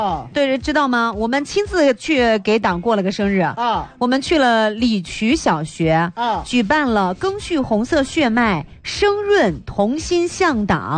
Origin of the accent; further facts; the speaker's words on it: China; 我们是中国人